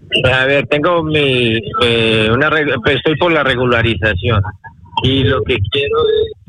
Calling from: Torrejón de Ardoz, Community of Madrid, Spain; me comunico de Torrejón.

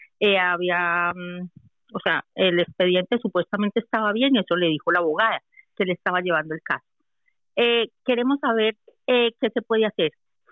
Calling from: Murcia, Region of Murcia, Spain; llamo desde Murcia.

